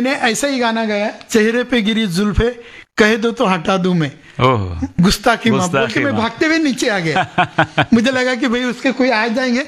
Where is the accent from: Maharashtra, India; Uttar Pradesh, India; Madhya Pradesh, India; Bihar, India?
Maharashtra, India; अभी मैं महाराष्ट्र का रहने वाला हूँ